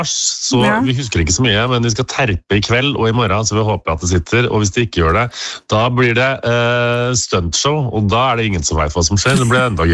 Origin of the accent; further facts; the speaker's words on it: Trøndelag, Norway; For det første så har jeg mistet dialekten min. Jeg er jo trønder egentlig.